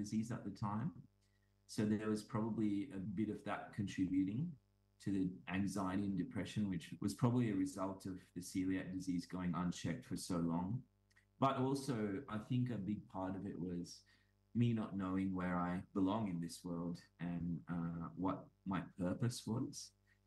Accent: Sri Lanka; I grew up in Sri Lanka, and my mom caught me once smoking a cigarette butt in the backyard when I was like 5 years old.

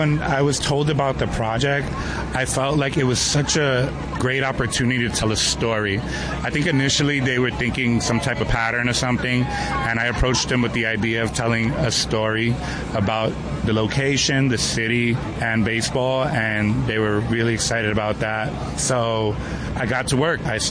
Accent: Bronx, New York, United States; And then I grew up in the Bronx, where graffiti was very prevalent.

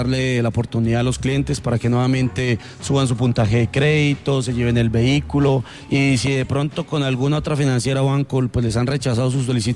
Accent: Bogotá, Bogotá Capital District, Colombia

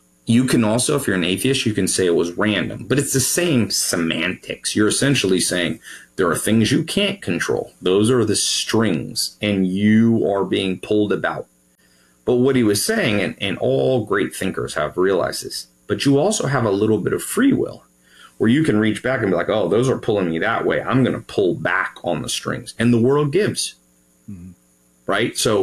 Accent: United States; born there; I was born in America. I'm patriotic to America.

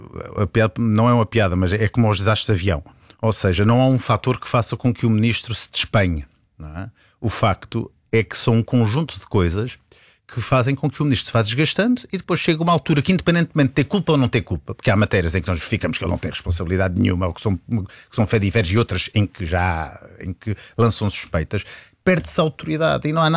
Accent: Azores, Portugal; Eu como açoriano

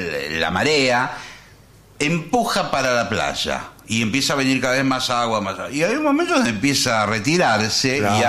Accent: Mar del Plata, Buenos Aires Province, Argentina; born there; Yo me acuerdo cuando era chico en Mar del Plata

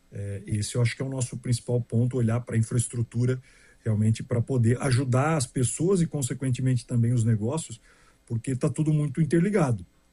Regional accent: Joinville, Santa Catarina, Brazil; Eu sou joinvilense

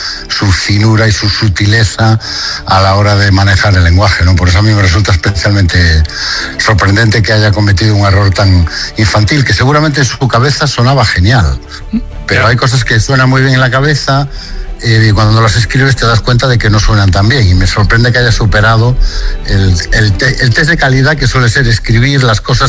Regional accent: Galicia, Spain; Yo soy de la Mañía de Lugo, que es lo más gallego que se puede ser.

